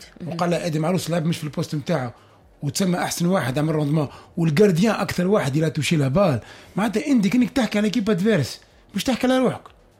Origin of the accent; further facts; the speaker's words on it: Tunisia; تو كتونسي